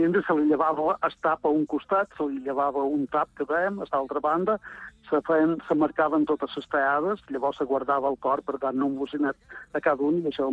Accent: Sant Carles de Peralta, Balearic Islands, Spain; Tu pensa que et podria parlar de quan la primer tele va arribar en el meu poble, Sant Carlos

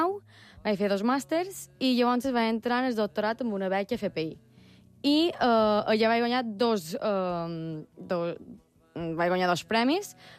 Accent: Manacor, Balearic Islands, Spain; De Manacor, crec que se nota.

